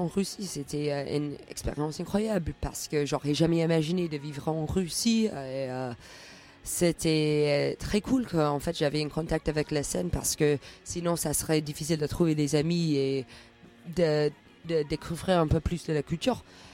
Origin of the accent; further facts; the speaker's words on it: Edmonton, Alberta, Canada; moved away as an adult; also born or lived in Montréal; En fait, j'ai quitté Edmonton à l'âge de 18 ans.